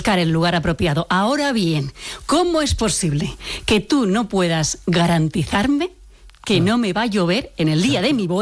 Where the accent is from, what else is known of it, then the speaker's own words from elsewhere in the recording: Castilla-La Mancha, Spain; mi colegio estaba en Beteta. Entonces, yo soy niña de la Serranía de Cuenca.